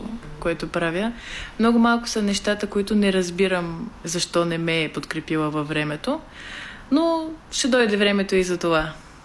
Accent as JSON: {"language": "Bulgarian", "region": "Dobruja", "country": "Bulgaria", "said": "Аз съм добруджанка, колкото и да пея тракийско, аз съм си добруджанка."}